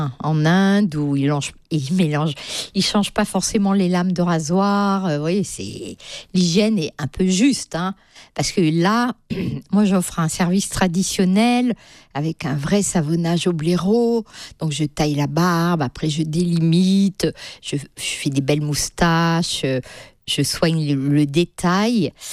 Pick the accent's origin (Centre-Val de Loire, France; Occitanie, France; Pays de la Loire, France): Centre-Val de Loire, France; born there; Ah ben moi, je suis née en Sologne.